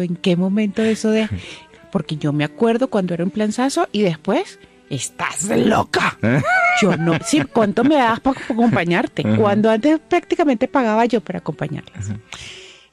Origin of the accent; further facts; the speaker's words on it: Valencia, Carabobo, Venezuela; Además, yo soy de Valencia.